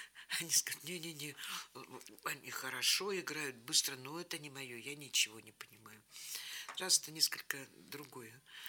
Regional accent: Vologda, Vologda Oblast, Russia; also born or lived in Saint Petersburg; Я коренная вологжанка, поучилась в Питере, вернулась обратно.

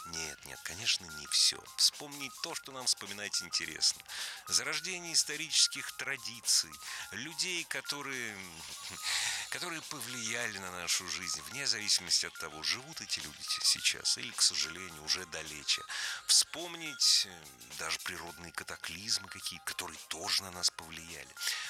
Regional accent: Moscow, Russia; как настоящий москвич

